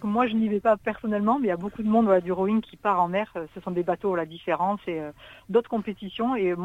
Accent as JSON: {"language": "French", "region": "Provence-Alpes-Côte d'Azur", "country": "France", "tie": "born there", "said": "Oui, enfin, moi, je suis née au Peigny-Rabou. Après, j'ai fait mes études à Marseille, à Lumini, en STAPS."}